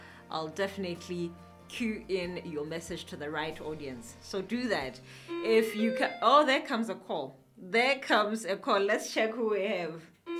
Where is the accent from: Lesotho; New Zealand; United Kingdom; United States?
Lesotho; Mafeteng, Mafeteng District; I want to say hello to Mafeteng Maftown. That's my hometown.